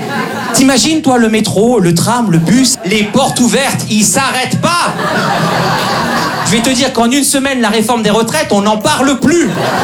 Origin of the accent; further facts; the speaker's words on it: Belgium; Moi, je suis née, j'ai grandi en Belgique. Mes parents sont nés, ils ont grandi au Cameroun.